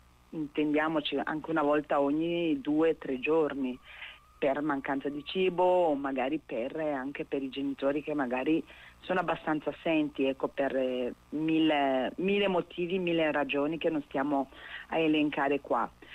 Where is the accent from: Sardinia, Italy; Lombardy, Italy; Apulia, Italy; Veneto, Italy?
Lombardy, Italy; Brescia; also born or lived in Burundi; io sono di Brescia, sono di origine burundese ma vivo a Brescia da sempre, da quando ero giovane